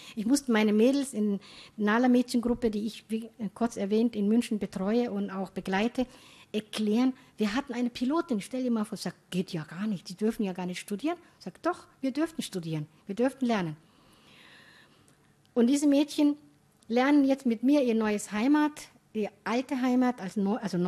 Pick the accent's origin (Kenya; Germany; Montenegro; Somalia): Somalia; Ich hatte eine Uniform in der Schule, wir hatten Kopftuchverbot 1974 in jeglichen Gebäuden, was jetzt als Waffe gegen kopftuchtragende Frauen benutzt würde, das war schon vor 40 Jahren in Somalia verboten.